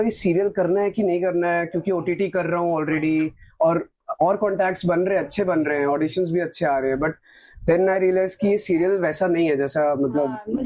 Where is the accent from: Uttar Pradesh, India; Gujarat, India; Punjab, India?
Punjab, India; मतलब लोग को लगता है कि मैं नेचुरली बहुत फनी हूँ क्योंकि मैं पंजाब से आया हूँ और वहाँ पे कॉमेडी टाइमिंग कितनी अच्छी है